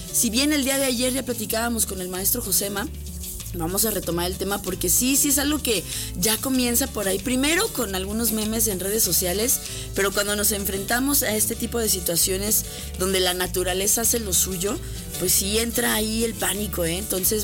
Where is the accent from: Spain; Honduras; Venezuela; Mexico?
Mexico; a celebrar que somos mexicanos libres